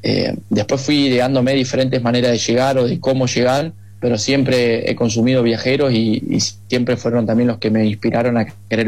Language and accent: Spanish; Formosa, Argentina; De chico tuve la posibilidad de poder correr en karting, muy de chiquito en Formosa.